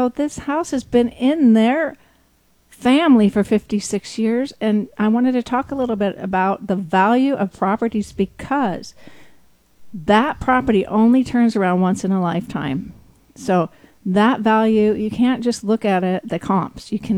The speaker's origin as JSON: {"language": "English", "town": "Santa Barbara", "region": "California", "country": "United States", "tie": "born or raised there", "moved": "as an adult", "lives_now": "Solvang, United States", "said": "yes, I grew up in Santa Barbara, but I've been here for 19 years now."}